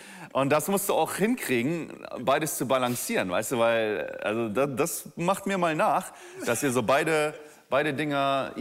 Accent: Northern Germany, Germany; born there; Also beide aus Polen und ich bin in Norddeutschland geboren schon.

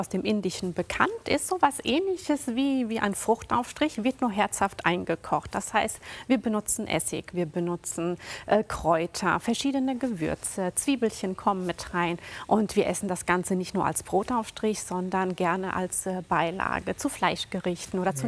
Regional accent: Italy; German is a second language; Genau, bei uns in Italien auch. Da sind die ganzen Gassen, die sind voll mit Rosmarin. Das ist wirklich was, gehört einfach zu unserer Küche dazu.

